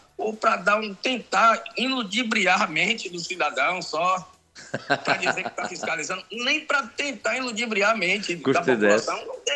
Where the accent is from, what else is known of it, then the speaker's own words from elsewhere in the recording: Conceição do Jacuípe, Bahia, Brazil; Nascido e criado em Conceição de Jacuípe, 45 anos de idade, nunca tive vontade de ir para nenhum outro município.